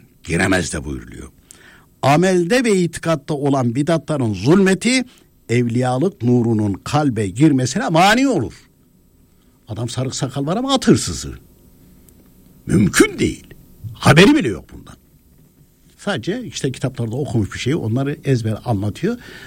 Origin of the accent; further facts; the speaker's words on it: Konya, Turkey; Ya ben Konyalıyım ya.